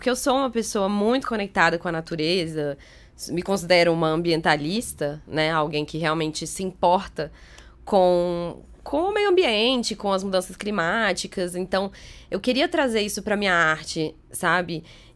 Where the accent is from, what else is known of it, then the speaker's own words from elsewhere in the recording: Brasília, Federal District, Brazil; Sou nascida e criada aqui em Brasília.